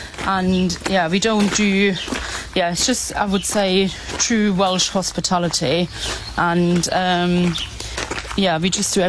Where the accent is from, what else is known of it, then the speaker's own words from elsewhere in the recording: Germany; now in Narberth, United Kingdom; I've been here for 9 years now. I'm originally from Germany, but I've completely fallen in love with Pembrokeshire